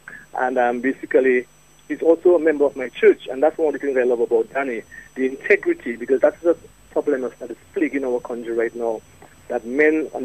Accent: Roseau, Saint George, Dominica; I grew up in Solomon Lane, and he grew up in Princess Lane, the next lane after.

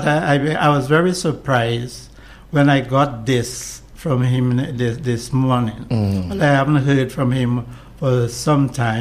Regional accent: Ireland; moved away as an adult; now in Dominica; I'm from Ireland. I came to Dominica in 1982-83

